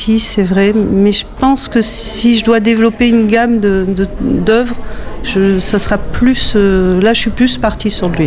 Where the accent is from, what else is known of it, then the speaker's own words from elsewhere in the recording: Nouvelle-Aquitaine, France; c'est une terre que je connais depuis mon enfance, parce que j'ai passé mon enfance dans le Médoc. Et j'y suis restée fidèle